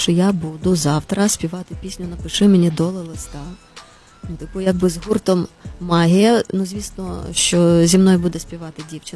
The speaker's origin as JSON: {"language": "Ukrainian", "town": "Ivano-Frankivsk", "region": "Ivano-Frankivsk Oblast", "country": "Ukraine", "tie": "born or raised there", "moved": "yes", "said": "це мій дім. Я народилася в Івано-Франківську. Я особливо... У мене особливі відчуття, ну, тому що це є рідне місто. Тут мої батьки, на жаль, мама тільки залишилася, мама, тата вже немає."}